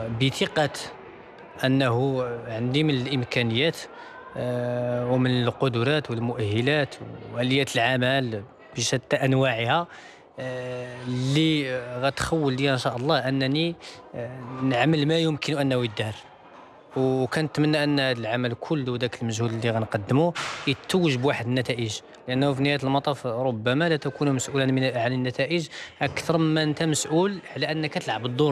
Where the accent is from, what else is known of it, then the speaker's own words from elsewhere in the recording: Morocco; وهذا من المشاكل اللي عندنا في المغرب